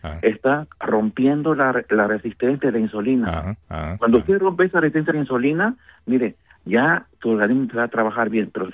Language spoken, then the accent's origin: Spanish; Mexico; Yo soy mexicano.